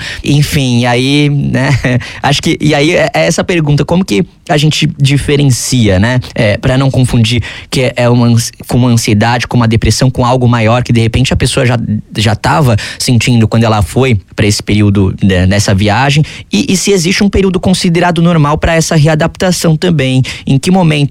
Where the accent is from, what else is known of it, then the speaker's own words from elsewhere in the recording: São Paulo, Brazil; eu sou de São Paulo, em São Paulo aquela loucura, aquela correria